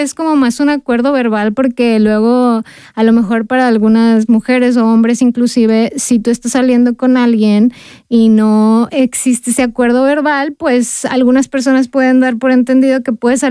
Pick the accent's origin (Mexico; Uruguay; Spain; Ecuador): Mexico; moved away as an adult; now in Austria; mi relación como mexicana-austriaco